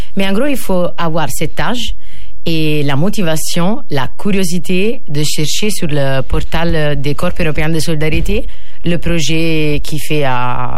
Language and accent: French; Italy; French is a second language; moved away as an adult; now in France; je suis volontaire et je suis italienne.